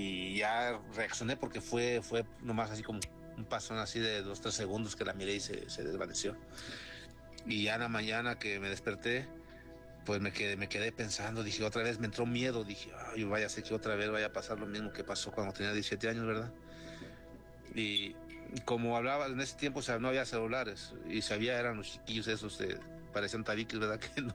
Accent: Zamora, Michoacán, Mexico; moved away as an adult; also born or lived in Estación Coahuila, Baja California; yo soy de Zamora, Michoacán, iba para Estados Unidos y no pude pasar

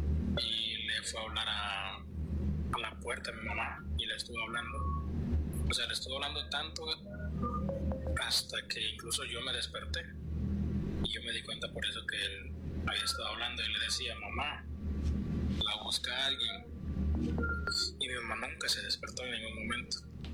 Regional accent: Cortés, Honduras; Soy de Honduras, del departamento de Cortés.

